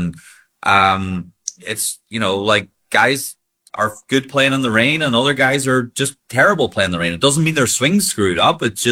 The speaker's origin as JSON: {"language": "English", "country": "Ireland", "tie": "born or raised there", "moved": "as an adult", "lives_now": "Florida, United States", "said": "Growing up where we grew up in Ireland on links courses or even the, you know, the parkland courses"}